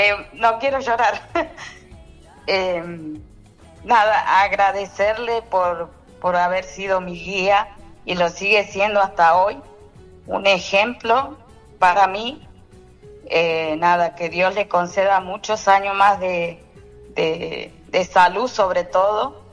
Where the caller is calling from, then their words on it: Buenos Aires, Argentina; Estoy trabajando acá en Buenos Aires.